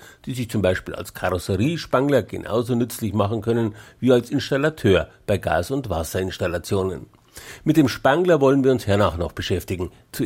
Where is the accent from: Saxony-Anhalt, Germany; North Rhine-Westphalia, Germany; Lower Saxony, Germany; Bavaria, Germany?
Bavaria, Germany; Naja, ich weiß, wir Bayern, wir spannen es halt nicht, dass wir spinnen.